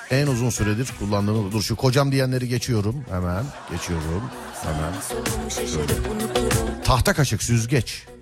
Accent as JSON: {"language": "Turkish", "region": "Istanbul", "country": "Turkey", "said": "Günde nereden baksan 2 saat kardayım bir İstanbullu olarak."}